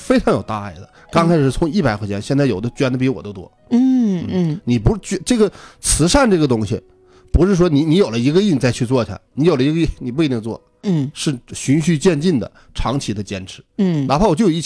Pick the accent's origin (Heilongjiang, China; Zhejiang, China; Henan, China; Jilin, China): Jilin, China; Yushu; moved away; 我们老家榆树